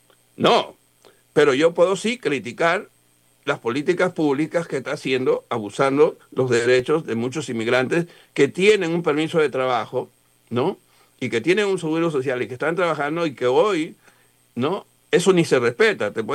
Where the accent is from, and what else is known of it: Peru; moved away